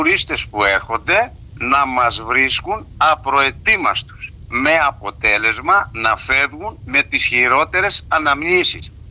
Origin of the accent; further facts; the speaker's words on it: Zakynthos, Ionian Islands, Greece; Είμαι Ζακυνθινός, είμαι πολίτης